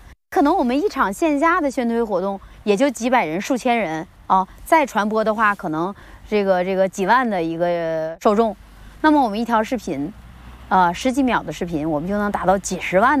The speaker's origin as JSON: {"language": "Chinese", "town": "Tahe", "region": "Heilongjiang", "country": "China", "tie": "born or raised there", "said": "森林的尽头是散落的光，这就是塔河，我的家乡。"}